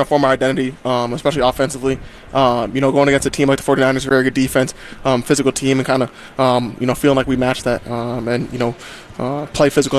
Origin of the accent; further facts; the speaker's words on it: Midwest, United States; Growing up in the Midwest